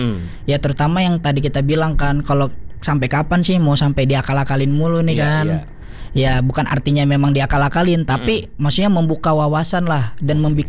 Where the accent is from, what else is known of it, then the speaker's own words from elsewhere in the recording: Jakarta, Indonesia; Gue orang Betawi